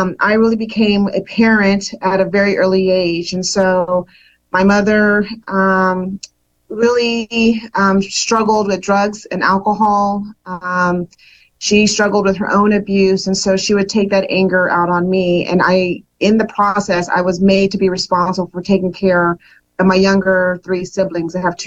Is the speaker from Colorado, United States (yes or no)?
yes; Colorado, United States; So I grew up in Colorado.